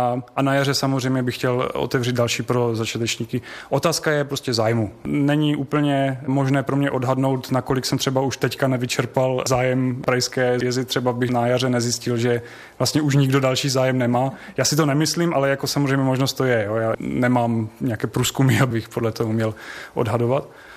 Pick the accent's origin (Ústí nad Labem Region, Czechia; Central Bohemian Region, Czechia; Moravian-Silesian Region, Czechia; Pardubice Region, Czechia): Moravian-Silesian Region, Czechia; o ten náš kraj